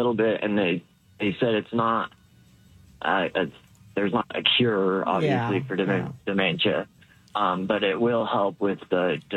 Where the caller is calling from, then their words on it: Pleasant Grove, Utah, United States